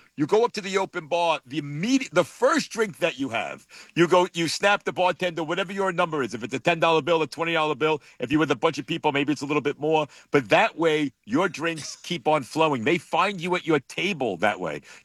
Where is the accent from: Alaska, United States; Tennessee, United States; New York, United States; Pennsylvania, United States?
New York, United States; New York City; I'm from Brooklyn, Staten Island.